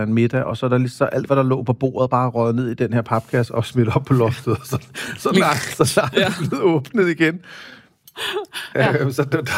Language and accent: Danish; Copenhagen, Capital Region of Denmark, Denmark; Jeg voksede op på Amagerbrogade på den specielle måde, at vi havde en lejlighed i stuen med en aktivitetsbutik foran.